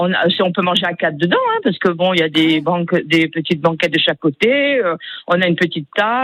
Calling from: Prades-le-Lez, Occitanie, France; moi, je suis à Prades-le-Lez

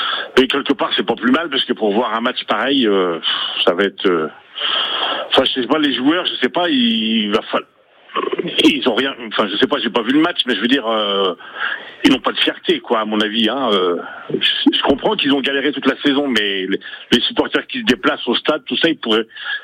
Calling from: Normandy, France; Oui, bonsoir. Oui, je suis bien de Normandie, mais là je suis en Lorraine parce que je suis en famille.

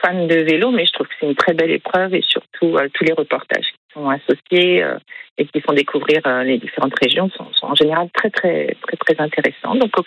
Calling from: Fontainebleau, Île-de-France, France; Je suis à Fontainebleau, en Seine-et-Marne.

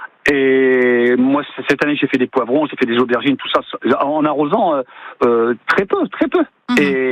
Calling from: France; moi, j'habite sur Monteville

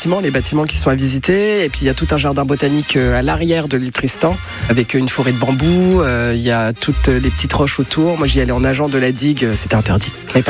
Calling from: Douarnenez, Brittany, France; Alors moi, je suis de Douarnenez, en Finistère, et ce que je pourrais dire de ma ville, c'est qu'elle est folklorique.

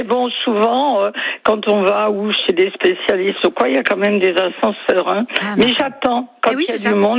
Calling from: Fabrègues, Occitanie, France; Moi, je suis à Fabrègues, exactement.

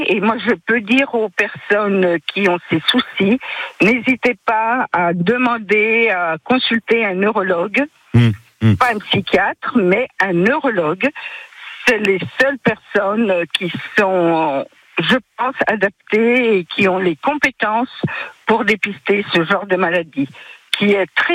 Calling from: Saint-Vallier, Bourgogne-Franche-Comté, France; à côté de Mont-sur-les-Mines.

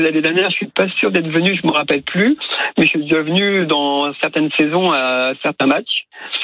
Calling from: Troyes, Grand Est, France; Moi, je suis de Troyes, donc je suis du département voisin.

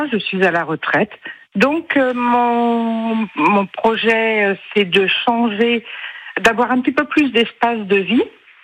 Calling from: Les Sorinières, Pays de la Loire, France; Alors, moi, j'habite les Sorinières.

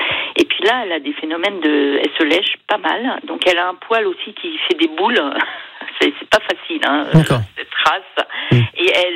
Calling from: Cherbourg, Normandy, France; Cherbourg

